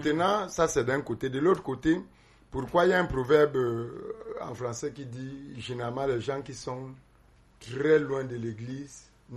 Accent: Cameroon; Je suis natif d'à côté de Nyanon. Moi, je suis de l'arrondissement d'Endo. Donc, à quelques pas de Nyanon

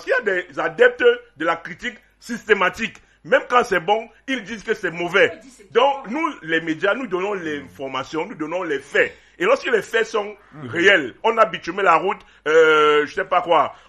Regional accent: Cameroon; Nous, même si nous soutenons de temps en temps ce régime parce que nous sommes des Camerounais et nous devons aller vers la paix

